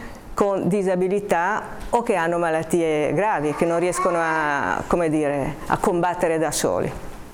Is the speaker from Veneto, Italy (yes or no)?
no; Genoa, Liguria, Italy; moved away as an adult; now in Haiti; io sono partita 25 anni fa da Genova, io sono una genovese che 25 anni fa ha, posso dire essere stata catapultata nello stesso posto dove Cristoforo Colombo tanti anni prima aveva messo piede. Io vivo ad Haiti